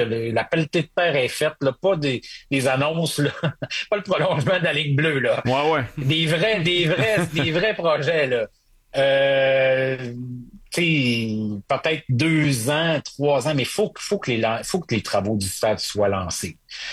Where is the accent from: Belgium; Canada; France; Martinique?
Canada; Quebec; Parce que moi, j'ai grandi au Saguenay.